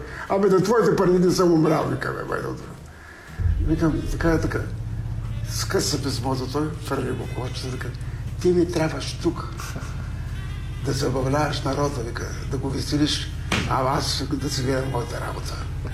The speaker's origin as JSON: {"language": "Bulgarian", "country": "North Macedonia", "said": "я так ми се благодаря, че сме от Югославия, македонци."}